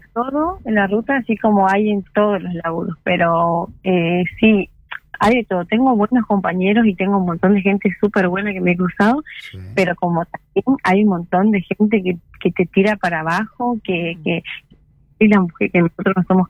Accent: Misiones, Argentina

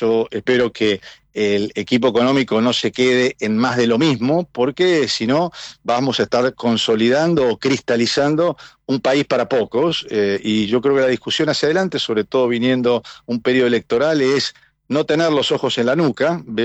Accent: Argentina

